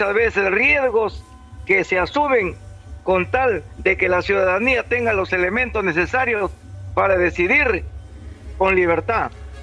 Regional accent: Túcume, Lambayeque, Peru; mi pueblo de Túcome y a sus caseríos.

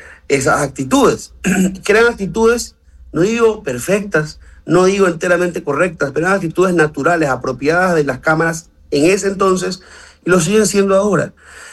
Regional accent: Ecuador

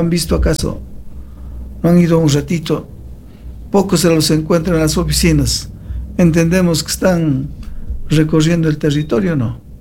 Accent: Loja, Ecuador; Nosotros también somos de Loja, de la parte rural, inclusive.

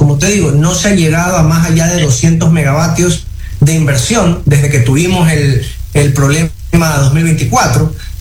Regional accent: Ecuador

